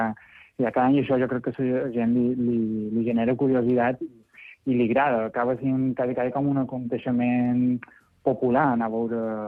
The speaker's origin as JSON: {"language": "Catalan", "town": "Alcúdia", "region": "Balearic Islands", "country": "Spain", "said": "Sí, jo som d'Alcúdi, sí"}